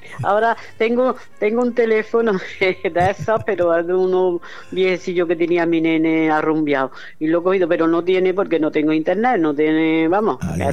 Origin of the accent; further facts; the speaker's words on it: Córdoba, Andalusia, Spain; also born or lived in Montoro; No, soy de un pueblo, pero yo estoy toda la vida aquí. Yo soy, vamos, vivo aquí en Córdoba, pero soy nacida en Montoro. En Montoro. Sí, ajá. Pero claro, como me vine chica, pues ya Córdoba es Córdoba, vamos. Yo voy a mi pueblo de vez en cuando